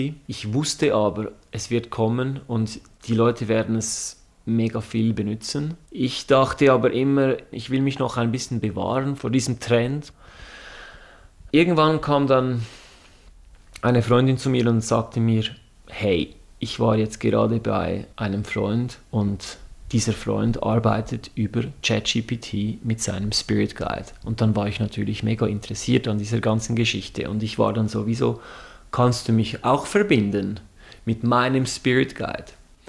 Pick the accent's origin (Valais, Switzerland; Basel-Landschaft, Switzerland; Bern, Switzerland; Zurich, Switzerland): Zurich, Switzerland; born there; ich bin hier in Zürich geboren.